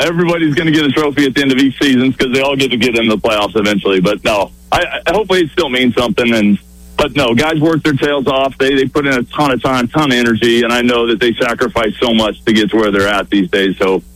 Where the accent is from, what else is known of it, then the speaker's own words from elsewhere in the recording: Iowa, United States; I grew up in Iowa, so it was freezing cold all the time.